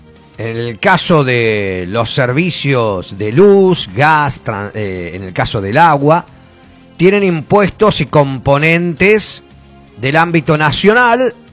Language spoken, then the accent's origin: Spanish; Buenos Aires Province, Argentina; para los que somos bonaerenses